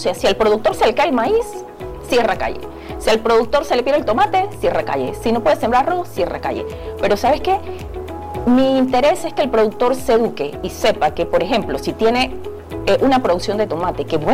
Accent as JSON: {"language": "Spanish", "region": "Azuero Peninsula", "country": "Panama", "said": "si nos vamos al interior de donde yo soy, que es Azuero"}